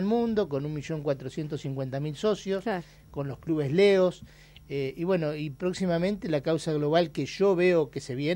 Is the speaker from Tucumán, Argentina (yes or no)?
no; Puan, Buenos Aires Province, Argentina; yo soy de Puan, en la provincia de Buenos Aires.